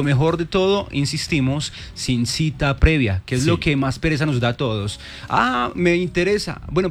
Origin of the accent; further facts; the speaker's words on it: Colombia; Y los colombianos somos colombianos